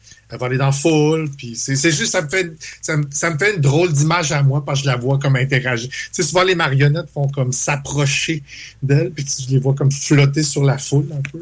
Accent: Châteauguay, Quebec, Canada; Quand j'étais jeune, je venais de Châteauguay. Tu sais, de la banlieue

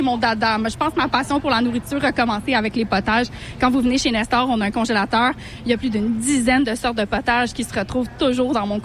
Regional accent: Mont-Saint-Hilaire, Quebec, Canada; Moi, j'ai grandi à Mont-Saint-Hilaire.

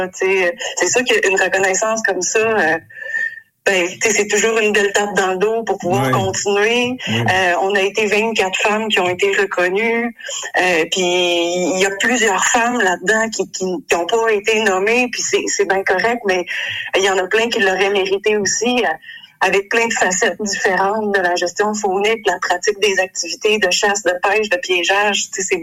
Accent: Saguenay, Quebec, Canada; moved away as an adult; now in Quebec City, Canada; Moi, je suis originaire de la belle région du Saguenay. Mmh. J'ai vécu là la plus grande partie de ma vie. Donc, ma famille qui est encore là. J'ai grandi. J'ai fait mon baccalauréat en biologie à l'Université du Québec à Chicoutimi.

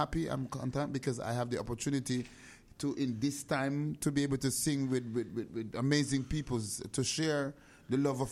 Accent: Jamaica; now in Canada; Because I'm Jamaican, but I'm with the French. I speak French, too.

